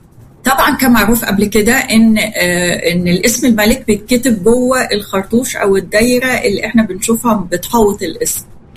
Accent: Egypt; لان مع زي ما قلنا وجود الفرنسويين عندنا في مصر

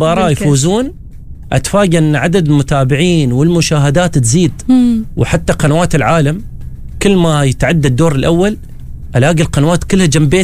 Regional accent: Oman; now in Qatar; إحنا كطبعنا كعمانيين وأنا عشت في قطر،

